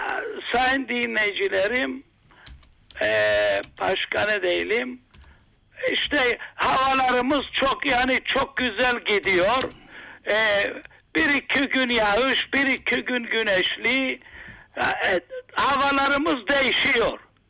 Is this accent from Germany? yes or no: no; Yeni Boğaziçi, Famagusta District, Cyprus; Yeni Boğaziçi Ayasergiliyim.